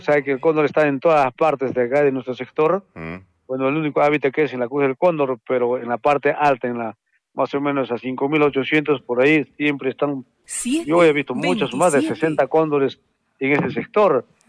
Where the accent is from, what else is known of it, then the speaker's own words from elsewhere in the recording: Cabanaconde, Arequipa, Peru; No, todos somos de Cabanaconde